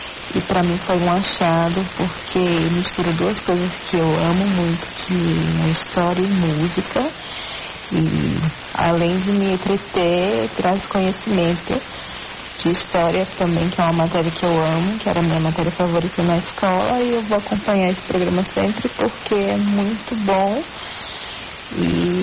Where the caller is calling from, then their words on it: Maceió, Alagoas, Brazil; eu sou de Maceió